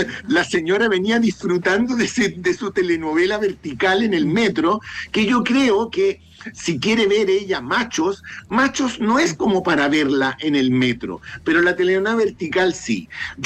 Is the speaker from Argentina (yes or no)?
no; Chile; Somos chilenas y chilenos y tenemos que cuidar nuestra historia audiovisual.